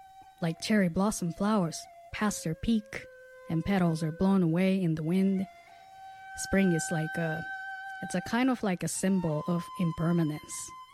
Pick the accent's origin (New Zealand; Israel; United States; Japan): Japan; moved away; I was born and raised in Japan